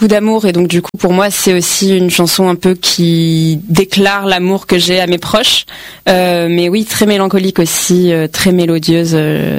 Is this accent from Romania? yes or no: no; Herblay, Île-de-France, France; now in Paris, France; j'ai passé toute ma vie à Herblay.